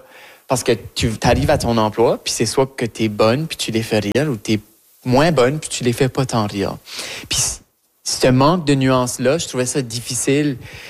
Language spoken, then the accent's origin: French; Acadia, Canada; accent: Acadian; que mon acadienté se manifeste à travers cette voix-là. Même si que mon accent change, puis mon vocabulaire évolue, puis mes expériences québécoises, montréalaises ajoutent à cette sauce-là